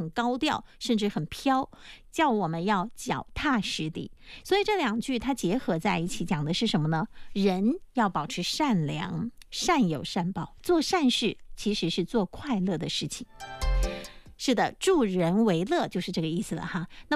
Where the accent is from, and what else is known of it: Quanzhou, Fujian, China